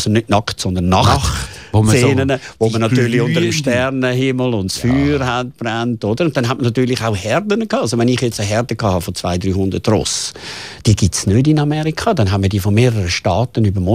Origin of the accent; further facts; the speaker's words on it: Switzerland; Ich habe immer gesagt, also wir als Schweizer, wir leben mit einer Eigenverantwortung oder sind aufgewachsen mit einer Eigenverantwortung.